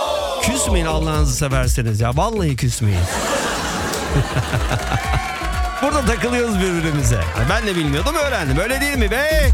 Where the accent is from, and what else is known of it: Ankara, Turkey; now in İzmir, Turkey